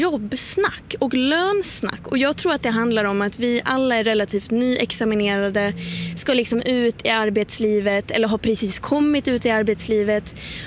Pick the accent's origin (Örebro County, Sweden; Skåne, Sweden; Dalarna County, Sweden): Dalarna County, Sweden; jag är ju från Dalarna och det känns ju som att det är hjärtat av jantelagen lite, eller det är liksom the birthplace av jantelagen.